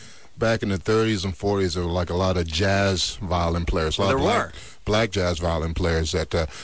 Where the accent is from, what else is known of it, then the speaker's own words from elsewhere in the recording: Charlottesville, Virginia, United States; I'm from, it's funky, but it's Virginia. I'm from Charlottesville, Virginia, man.